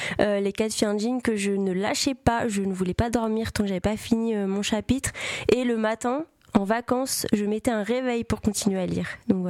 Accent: Normandy, France; also born or lived in Paris / Le Mans / Madrid / Croatia; je suis normande, mais comme je l'ai dit tout à l'heure, je suis nouvellement arrivée en Normandie, puisque j'ai vécu un peu partout en vrai. J'ai vécu un peu à Paris, un peu au Mans, un peu à Madrid, un peu en Croatie et à Nice

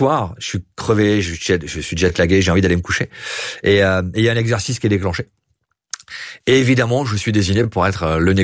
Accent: France; je suis français, tu l'attends à mon accent.

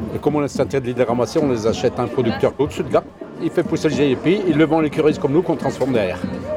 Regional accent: Saint-Anthème, Auvergne-Rhône-Alpes, France; je suis de Saint-Anthème dans Puy-de-Dôme.

